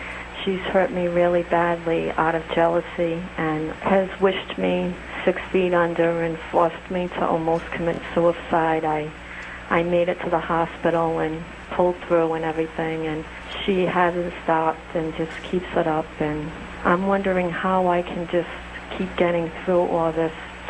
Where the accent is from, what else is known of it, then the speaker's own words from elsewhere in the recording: Cranston, Rhode Island, United States; I'm from Cranston, Rhode Island.